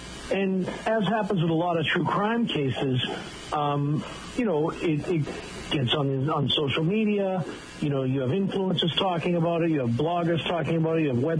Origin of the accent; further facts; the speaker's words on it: Brockton, Massachusetts, United States; I grew up in Brockton